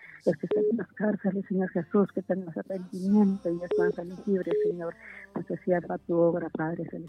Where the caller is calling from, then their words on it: San Rafael, Lempira, Honduras; San Pedrito, San Rafael, Lempira.